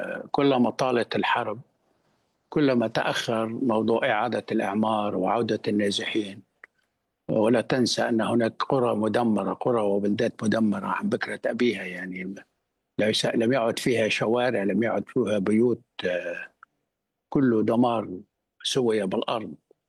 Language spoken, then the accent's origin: Arabic; Lebanon; now in Beirut, Lebanon; على اللبنانيين أن ننتظره،